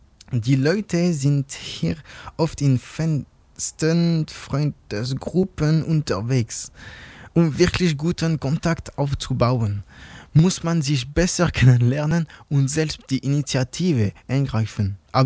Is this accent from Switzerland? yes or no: yes; Switzerland; moved away as an adult; now in Leipzig, Germany; Bei uns in der Schweiz, zum Beispiel in meiner Region, sagt man auf der Straße einfach guten Tag